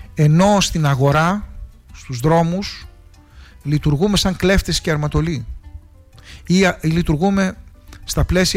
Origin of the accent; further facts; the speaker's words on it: Greece; Είμαστε Ορθόδοξοι επειδή είμαστε Έλληνες.